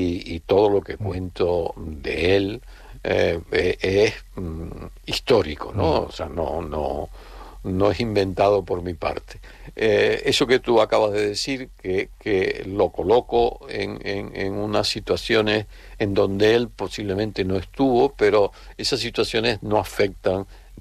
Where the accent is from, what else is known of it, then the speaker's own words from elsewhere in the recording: Güímar, Canary Islands, Spain; born there; En mi pueblo, que es Güímar, también quiero presentarlo.